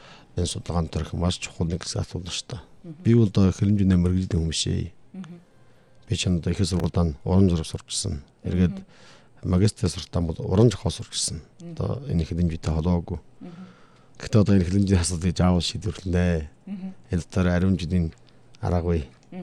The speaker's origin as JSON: {"language": "Mongolian", "area": "Ordos", "region": "Inner Mongolia", "country": "China", "said": "За энэ намуа гэсэн үг бол манай хангийн гошунд байдаг."}